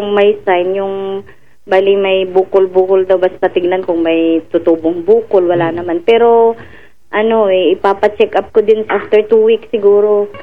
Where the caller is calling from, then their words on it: Central Luzon, Philippines; yung pinakaalam kong lugar na malapit dito sa amin sa Robinson SM sa Pampanga.